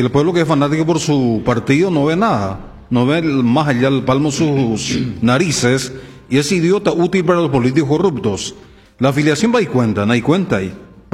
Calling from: Paraguay

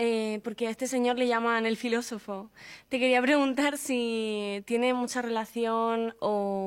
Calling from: Region of Murcia, Spain; soy de un pueblito de Murcia.

